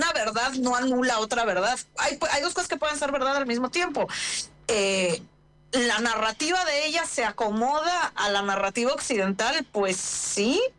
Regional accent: Mexico City, Mexico; Yo que crecí en Ciudad de México

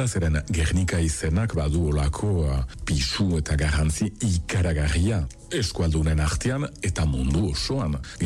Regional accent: Saint-Pée-sur-Nivelle, Nouvelle-Aquitaine, France; Ni senpertara naiz, euskalduna naiz, eskuarabanakien kasi galdu nuen berreskuratu dut, fededuna naiz

